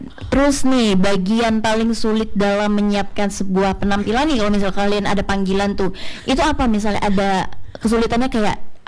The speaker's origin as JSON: {"language": "Indonesian", "region": "Jakarta", "country": "Indonesia", "said": "Soalnya karena aku dari Jakarta ya, jadi aku tuh sering lihat yang kayak misalnya kalian ada yang cover atau segala macam itu"}